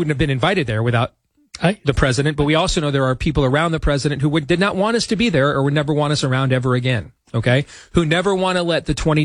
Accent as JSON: {"language": "English", "region": "Iowa", "country": "United States", "said": "like what I've witnessed in this primary cycle here in my home state of Iowa."}